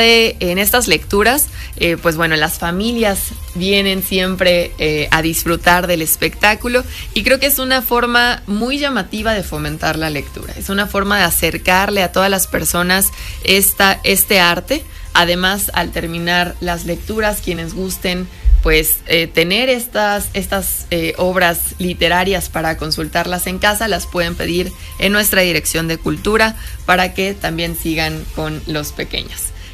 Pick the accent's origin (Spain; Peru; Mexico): Mexico; Atlixco, Puebla; Efectivamente, vengo del municipio de Atlixco, ese hermosísimo pueblo mágico.